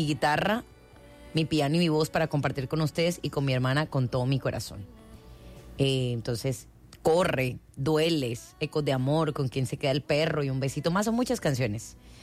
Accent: Colombia; yo soy, oui, colombiana y unirista y ya.

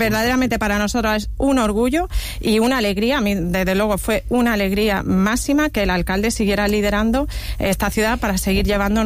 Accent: Granada, Andalusia, Spain; born there; moved away as an adult; now in Málaga, Spain; yo nací en Granada, y venía con 18 años, con 20, a finales de los 90

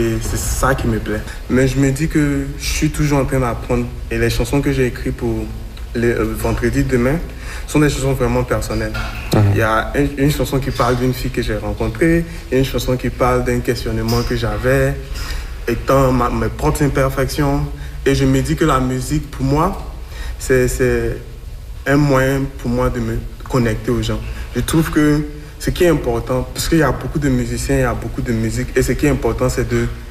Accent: Côte d’Ivoire; moved away; Quand je viens de la Côte d'Ivoire, de l'Afrique

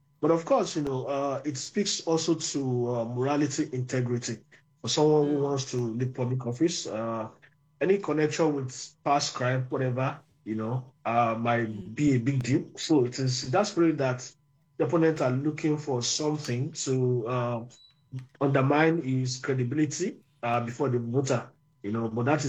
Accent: Nigeria; I'm a Nigerian journalist.

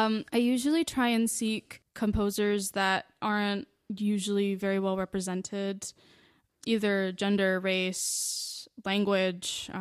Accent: New York, United States; born there; I'm Venezuelan on both sides, but I was born in New York.

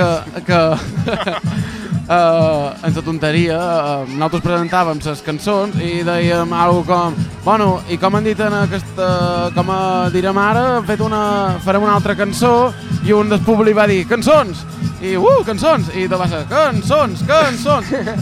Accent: Menorca, Balearic Islands, Spain; nosaltres som de Menorca

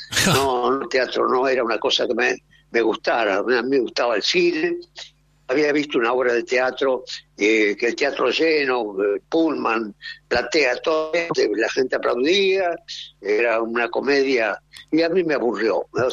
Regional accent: Avellaneda, Buenos Aires Province, Argentina; born there; Yo nací en Avellaneda, sí.

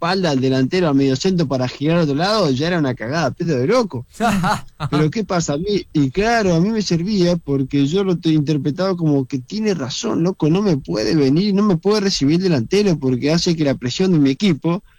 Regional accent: Reconquista, Santa Fe, Argentina; me crié en Reconquista, en una ciudad pequeña, donde jugaba mucho en la calle

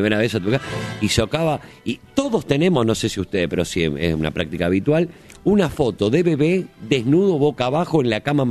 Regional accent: Mendoza, Argentina; No se olvide que yo soy mendocino.

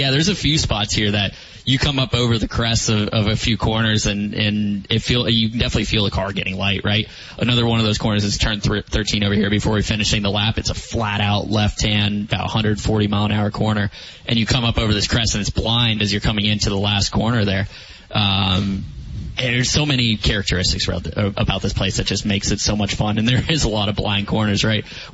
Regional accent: Florida, United States; I'm a South Florida guy, so I'm used to the heat.

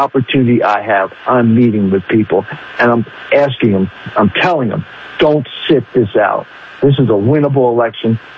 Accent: Baltimore County, Maryland, United States; I grew up in Baltimore County. I love Baltimore County.

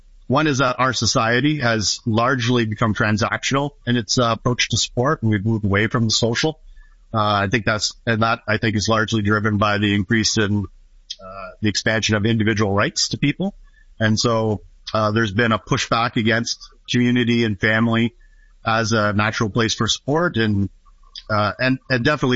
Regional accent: Ontario, Canada; I finished school. I worked in, finished high school and did the typical growing up in Niagara, right?

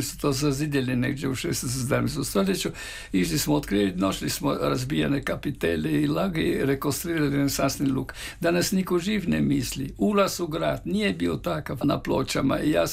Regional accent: Hrvatsko Zagorje, Croatia; ja kao lukavi Zagorac

